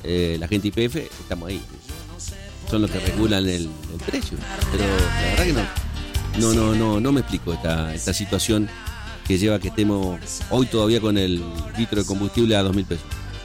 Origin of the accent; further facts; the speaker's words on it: Argentina; como argentinos, la viveza criolla argentina